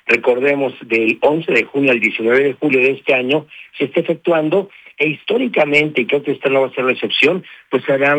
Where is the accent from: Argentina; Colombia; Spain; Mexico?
Mexico